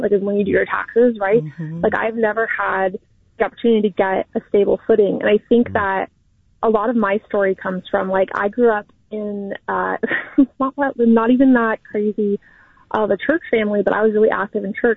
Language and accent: English; Martinez, California, United States; Like I grew up in Martinez. I see the quote unquote kind of suburban normal life. Like we were working class family kind